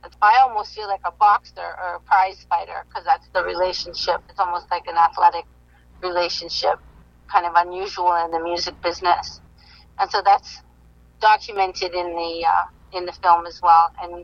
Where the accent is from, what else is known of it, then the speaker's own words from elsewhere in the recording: Canada; also born or lived in India; I was born in India. I'm a Canadian, birth abroad.